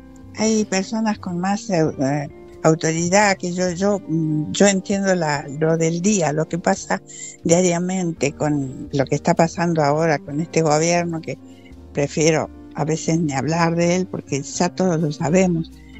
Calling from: Villa Mercedes, San Luis, Argentina; Yo soy de aquí, de Villa Mercedes.

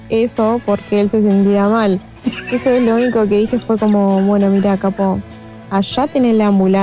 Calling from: San Miguel, Buenos Aires Province, Argentina; Los escucho desde San Miguel.

